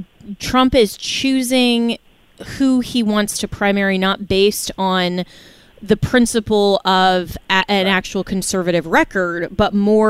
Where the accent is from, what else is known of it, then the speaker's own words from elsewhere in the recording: Florida, United States; my home state of Florida